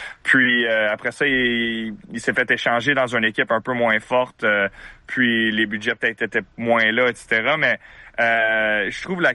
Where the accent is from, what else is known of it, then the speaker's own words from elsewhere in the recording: Quebec, Canada; je suis fier québécois, fier canadien.